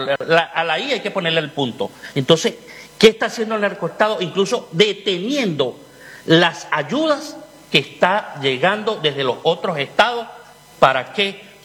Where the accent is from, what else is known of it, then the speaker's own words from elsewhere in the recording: Valle de la Pascua, Guárico, Venezuela; also born or lived in Caracas / Valencia / Maracay / Barquisimeto; en Valencia, Maracay, Barquisimeto, o sea, estudié en muchas partes de Venezuela y mi pueblo, Guárico, Valle de la Pascua, por supuesto.